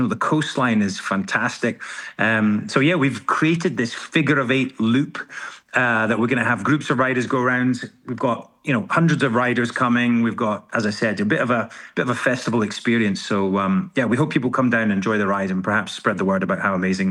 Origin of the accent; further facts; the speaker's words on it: Scotland, United Kingdom; born there; now in central Scotland, United Kingdom; I really wanted to you know, invest and shine a spotlight on where I'm from. I was born in Dumfries and Galloway, and it's such an amazing part of the world.